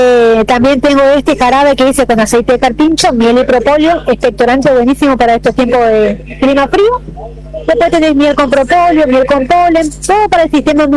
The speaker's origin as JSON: {"language": "Spanish", "town": "Cerro Corá", "region": "Misiones", "country": "Argentina", "said": "Sí, bueno, justamente nosotros venimos de Cerro Corá. Venimos siempre una vez al año acá a la Plaza Dulce que nos invitan."}